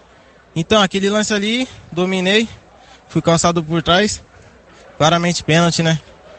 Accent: Nazaré Paulista, São Paulo, Brazil; moved away; Eu vim de Nazaré Paulista, São Paulo.

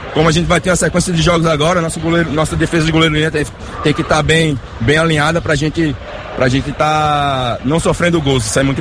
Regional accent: Northeast Region, Brazil; Eu falo por mim que eu sou nordestino, mas quando a gente chega lá é totalmente diferente.

